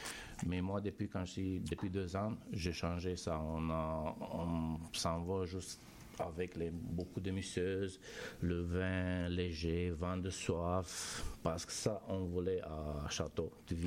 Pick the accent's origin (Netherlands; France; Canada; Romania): Romania; Oui, je viens de la Roumanie.